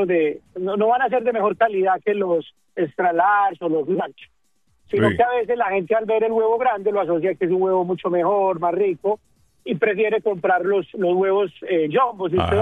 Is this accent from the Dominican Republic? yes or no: no; Colombia; now in United States; uno como colombiano